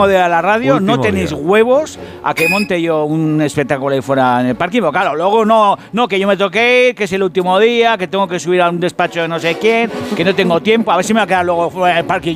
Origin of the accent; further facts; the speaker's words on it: Basque Country, Spain; lo hago por orgullo, lo hago por orgullo, porque soy vasco y a mí no me gana ni Bartolo.